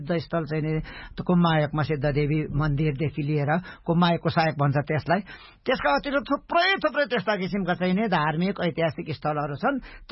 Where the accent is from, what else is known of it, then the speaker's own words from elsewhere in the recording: Koshi Province, Nepal; पहिले सिक्किम छुट्टै राज्य हुँदाखेरि भारत सिक्किम र नेपालको सिमाना जोडिएको ठाउँलाई चाहिँ तीन सिमाना भन्छ, त्यो मेरो गाउँमा पर्दछ।